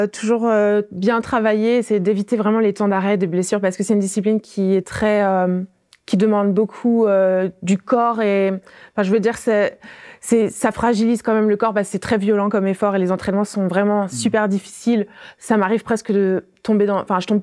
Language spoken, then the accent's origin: French; Coulommiers, Île-de-France, France; je viens vraiment de la campagne. Et donc, je suis née à Coulommiers, qui est à 20 minutes de voiture de l'autre village où j'habite.